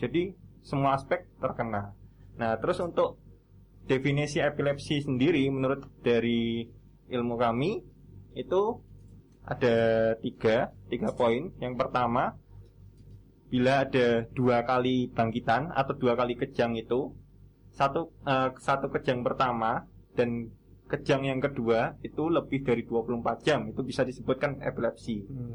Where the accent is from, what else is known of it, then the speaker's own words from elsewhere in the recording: Boyolali, Central Java, Indonesia; now in Yogyakarta, Indonesia; Boyolali, Mas.